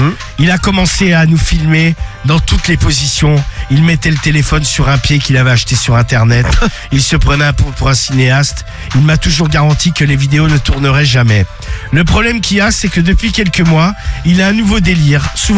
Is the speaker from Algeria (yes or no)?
no; Drancy, Île-de-France, France; 32 ans, je suis de Drancy.